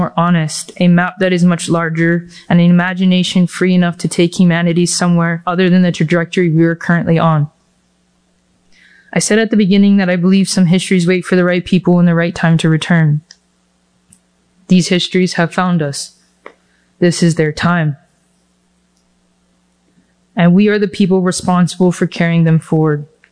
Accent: Hilo, Hawaii, United States; I'm from Hilo.

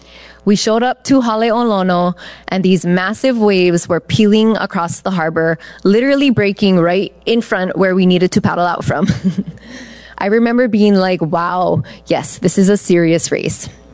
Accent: Kalapana, Hawaii, United States; from Kalapana.

